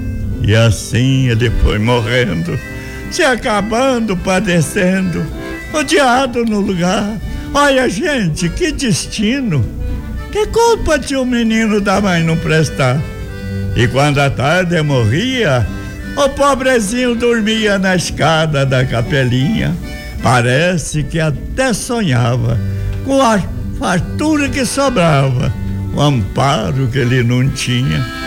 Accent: Tupaciguara, Minas Gerais, Brazil; moved away; also born or lived in São Paulo / Anápolis / Paraná; Já não sou criança mais. Sou filho de Tupaciguara. … Aqui é minha terra.

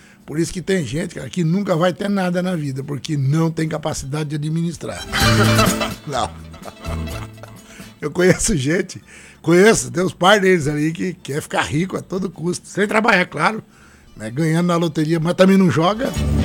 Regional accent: Rondon, Paraná, Brazil; born there; moved away; eu nasci no Rondon ali, ó. Nasci no Rondon, entre Paraíso do Norte e Cidade Gaúcha. Não é Marechal Cândido de Rondon, não. É Rondon.

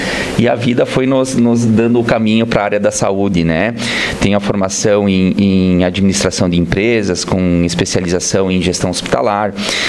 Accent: Ipumirim, Santa Catarina, Brazil; moved away; also born or lived in Concórdia; Eu sou um rapaz do interior, né? Vim lá do interior, de Ipumirim. Olha, se vocês conhecem Ipumirim, próximo de Concórdia.

